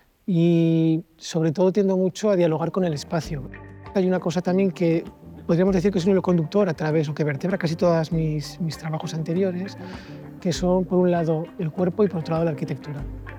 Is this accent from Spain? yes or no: yes; Huesca, Aragon, Spain; moved away; decido volver a mi tierra, yo soy de Huesca